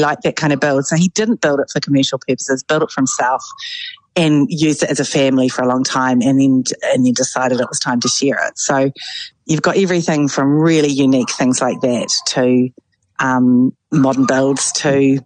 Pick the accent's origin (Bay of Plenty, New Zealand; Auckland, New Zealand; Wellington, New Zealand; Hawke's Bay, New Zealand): Bay of Plenty, New Zealand; Tauranga; We both grew up on a Kiwi Fruit Orchard. I was in Tauranga and she was in Whakatane.